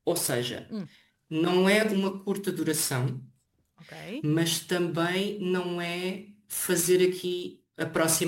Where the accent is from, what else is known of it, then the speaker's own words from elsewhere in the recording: Oeste, Portugal; moved away as an adult; now in Saint-Étienne, France; é o eixo Lisboa-Leiria, portanto toda aquela zona oeste, de onde eu sou e onde tenho trabalhado